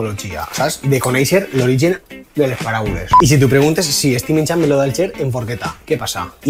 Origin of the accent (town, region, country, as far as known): Valencian Community, Spain